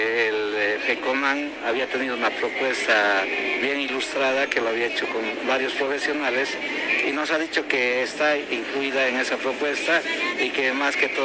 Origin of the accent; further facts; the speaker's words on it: Potosí, Bolivia; como potosinos estamos pidiendo hoy en día que los potosinos también hagamos pues estas actividades